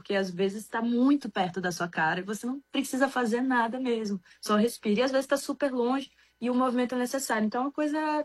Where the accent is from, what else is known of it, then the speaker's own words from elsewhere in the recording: Bahia, Brazil; also born or lived in Salvador; now in Rio de Janeiro, Brazil; Eu sou do interior, quer dizer, nasci na capital, nasci em Salvador e cresci no interior.